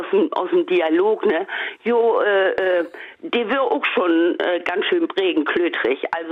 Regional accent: Northern Germany, Germany; accent: Plattdeutsch; ich bin damit groß geworden, ne? Also ich bin dreisprachig aufgewachsen, Hochdeutsch, Plattdeutsch und Schlesisch

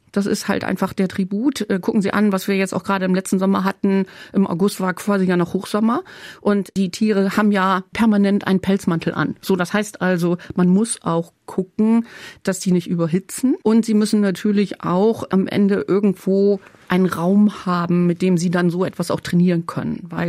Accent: Bremen, Germany; born there; Ich bin in Bremen-Nord geboren, also noch damals im Hartmannstift und habe dann auch so Exkursionen gemacht in Richtung Stadtzentrum. Ich habe sogar mal früher in der Sögestraße gewohnt. Ich bin dann mal irgendwann in die Neustadt übergesiedelt und dann musste ich wieder zurück nach Nord.

